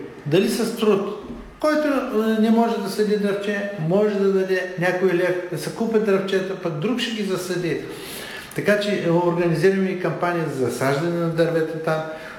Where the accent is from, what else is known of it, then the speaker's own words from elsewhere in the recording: Plovdiv, Plovdiv Province, Bulgaria; Питате ме като пловдивчанка, все едно, че не знаете отговора.